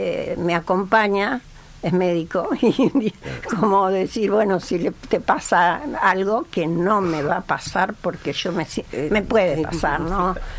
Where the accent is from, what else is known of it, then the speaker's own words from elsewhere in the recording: Bahía Blanca, Buenos Aires Province, Argentina; No, yo vengo de Bahía.